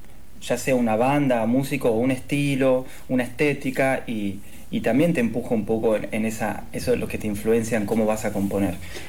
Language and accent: Spanish; Neuquén, Argentina; now in Buenos Aires, Argentina; que es el barrio que cuando yo llegué de Neuquén, de donde vengo, viví prácticamente siempre ahí